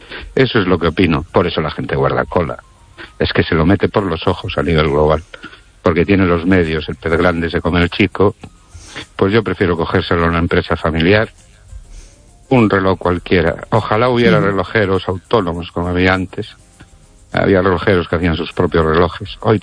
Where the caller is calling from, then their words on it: Ourense, Galicia, Spain; soy … de Orense